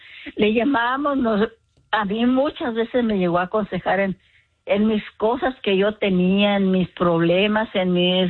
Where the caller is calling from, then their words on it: Los Angeles, California, United States; le llamo del Valle de San Fernando.